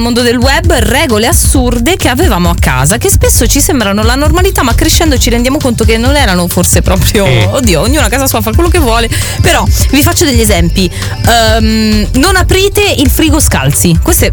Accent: Naples, Campania, Italy; terrona lo dico con tutto l'amore, certo, nel dirlo, partenopea, le mie origini sono napoletane

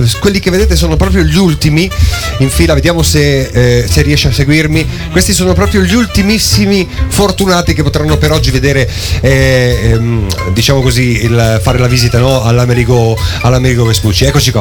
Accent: Friuli-Venezia Giulia, Italy; Io friulano

